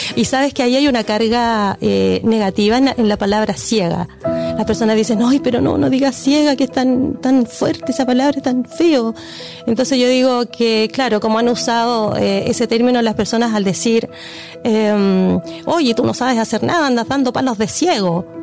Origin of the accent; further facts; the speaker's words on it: Talca, Maule, Chile; born there; Bueno, mira, ahí está la típica broma de que yo nací en Talca